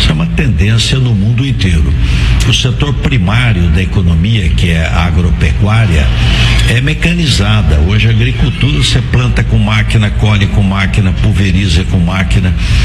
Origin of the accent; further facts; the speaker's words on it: Pindamonhangaba, São Paulo, Brazil; now in São Paulo, Brazil; a minha região, que é aqui do lado, Vale do Paraíba, onde eu fui prefeito, onde nasci, Pindamonhangaba, do lado de Aparecida, Vale do Paraíba, que divisa com o Rio